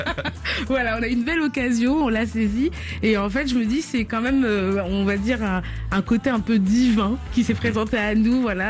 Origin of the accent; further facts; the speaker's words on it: Guadeloupe; je suis originaire de la Guadeloupe et donc, j'étais biberonnée au Zouk.